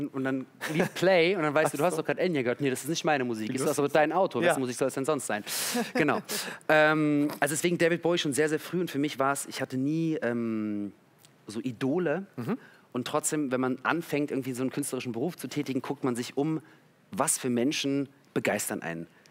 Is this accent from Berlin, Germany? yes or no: yes; Berlin, Germany; born or raised there